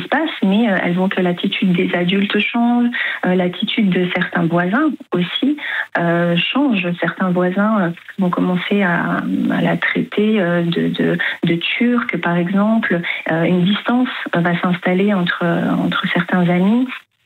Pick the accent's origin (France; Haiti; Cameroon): France; also born or lived in Sarajevo; Moi, j'ai grandi en France, j'ai fait mes études en France. Enfin, je me considère vraiment française parce que c'est mon parent adoptif, la France.